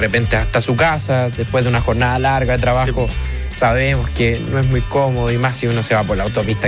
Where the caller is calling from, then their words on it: Maipú, Santiago Metropolitan, Chile; Saludos, Bio … de Maipú, aquí iniciando mi turno junto al trasnoche.